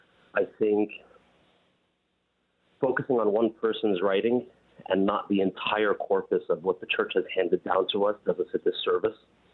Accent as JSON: {"language": "English", "country": "United States", "tie": "born there", "said": "As an American, I was born in America."}